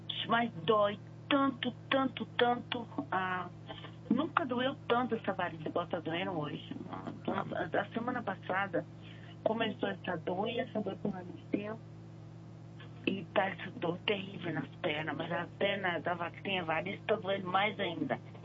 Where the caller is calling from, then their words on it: São Paulo, Brazil; Falo aqui do Jardim Guaraú.